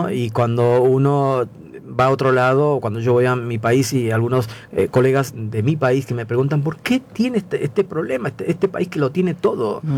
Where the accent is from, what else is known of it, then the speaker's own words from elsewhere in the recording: Peru; now in Argentina; a mí me pasa cuando yo me voy a mi país, lo extraño, Rosario.